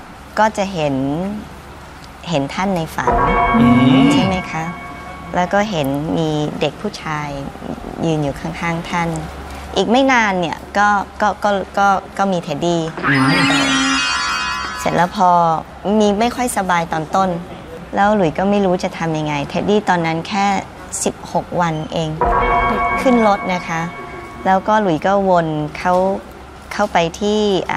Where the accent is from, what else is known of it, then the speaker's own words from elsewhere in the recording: Sydney, New South Wales, Australia; moved away; โตมาที่ซิดนีย์